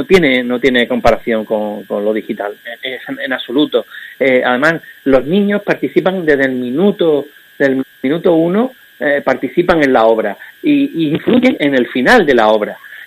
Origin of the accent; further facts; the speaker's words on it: Málaga, Andalusia, Spain; born there; yo ya cuando se vinieron a Málaga, al final de los 60, yo ya nací aquí en Málaga, la Costa del Sol.